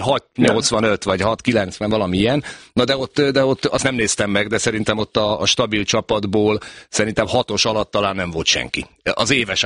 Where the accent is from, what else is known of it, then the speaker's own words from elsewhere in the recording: Szombathely, Vas, Hungary; én Szombathelyi gyerek vagyok